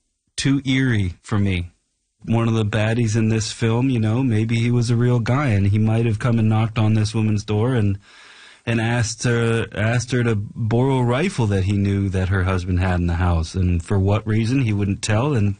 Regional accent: Nova Scotia, Canada; moved away; I always knew, I moved from Nova Scotia to Los Angeles to go to the American Film Institute.

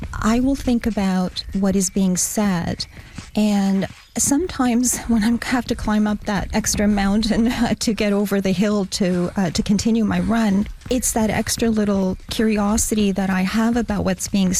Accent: Mono, Ontario, Canada; I'm from Mono, Ontario, and I lead Kadima Village.

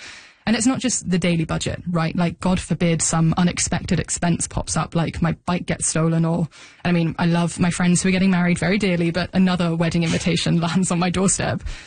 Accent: United Kingdom; moved away as an adult; also born or lived in London; now in Vancouver, Canada; listeners can tell at this point, but I'm not from Canada. Mm. I moved to Vancouver from the UK a couple of years ago.

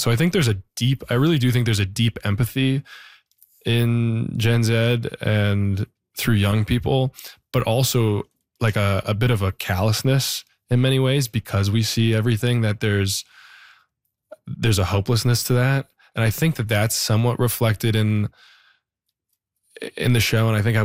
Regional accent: Canada; accent: Canadian; now in New York, United States; I think, my accent was why, because I couldn't hit the abouts. I think that there's a, it was fun that he's the newcomer and that he's very sweet. And I think that that's kind of how I felt moving to New York

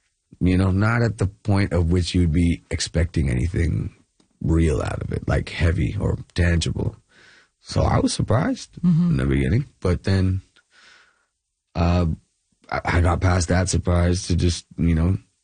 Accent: Kerala, India; now in Bangalore, India; so I'm from Kerala, but I actually moved to Bangalore.

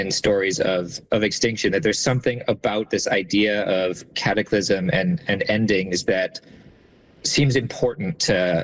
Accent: Calgary, Alberta, Canada; I grew up in Calgary, and I spent a lot of time in Drumheller trying to find dinosaur fossils

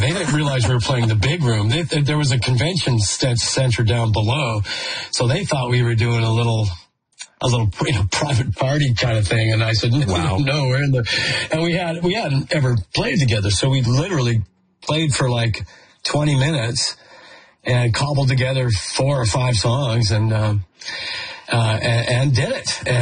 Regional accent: Saskatchewan, Canada; because he was from Texas and I was from Saskatchewan

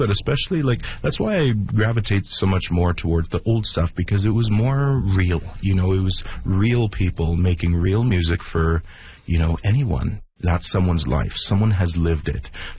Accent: Sucker Creek, Alberta, Canada; I know I've gone several years to Big Stone Cree Nation. That's, you know, I'm from Sucker Creek, but Big Stone is, I have lots of family from there.

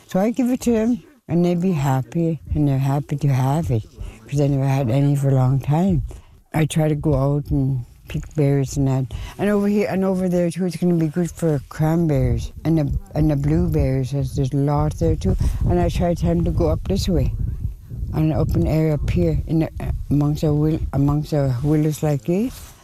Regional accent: Reindeer Station, Northwest Territories, Canada; now in Inuvik, Canada

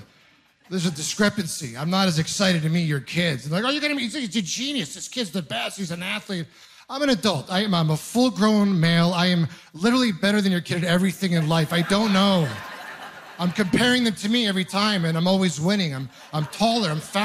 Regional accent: Ontario, Canada; I'm originally from Ontario.

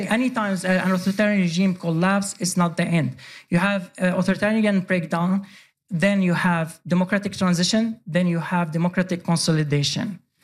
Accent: Sweden; No, very appreciated because I grew up in Sweden.

